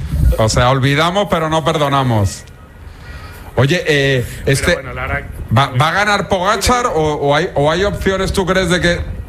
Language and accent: Spanish; Catalonia, Spain; Como buen catalán, David, agradezco